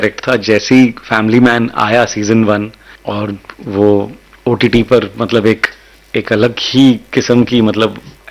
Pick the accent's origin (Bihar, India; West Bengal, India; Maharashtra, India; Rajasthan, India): Maharashtra, India; Mumbai; तो मैंने बोला मैं मुंबई में पला बड़ा हूँ, मराठी बोल लेता हूँ.